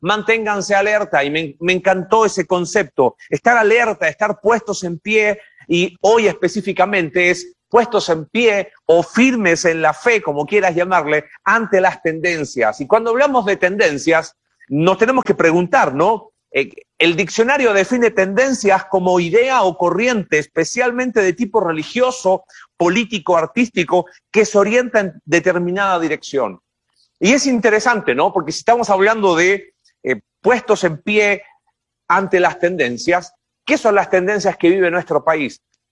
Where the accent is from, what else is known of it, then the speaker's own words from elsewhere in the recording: Chile; en nuestro país, en Chile